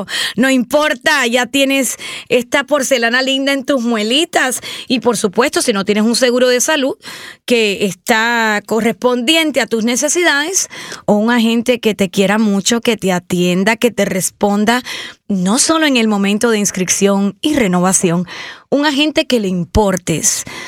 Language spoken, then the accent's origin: Spanish; Cuba; Yo me crié en Cubita la Bella, que bueno, que ahora la verdad que no está tan bella